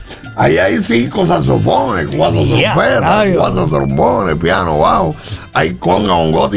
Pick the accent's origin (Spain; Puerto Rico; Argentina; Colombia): Puerto Rico; San Juan; also born or lived in Brooklyn, New York; me crié en Puerto Nuevo.